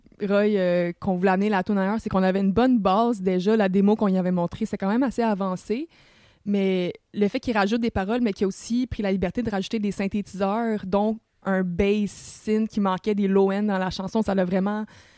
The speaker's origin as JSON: {"language": "French", "region": "Quebec", "country": "Canada", "said": "Félix et moi, on vient tous deux de la Rive-Nord, donc de la banlieue, puis on allait à la même école secondaire"}